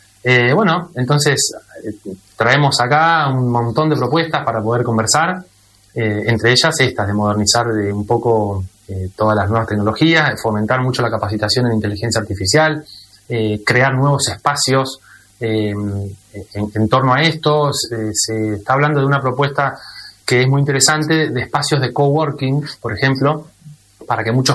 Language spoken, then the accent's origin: Spanish; Olavarría, Buenos Aires Province, Argentina; yo soy de La Barría